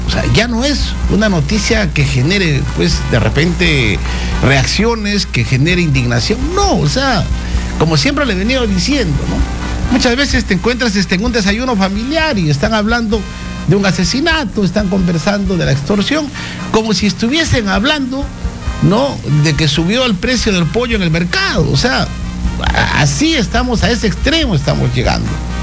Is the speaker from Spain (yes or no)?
no; Peru; los únicos perdedores somos todos los peruanos.